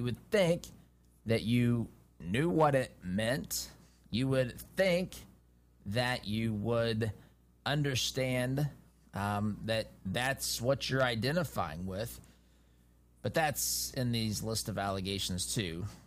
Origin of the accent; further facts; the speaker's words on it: Baltimore, Maryland, United States; I like the other team. I'm from Baltimore.